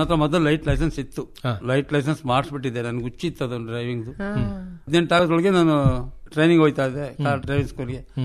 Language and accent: Kannada; Hassan, Karnataka, India; ಊರು ನಮ್ದು Haasan city, first block Rajaghatta.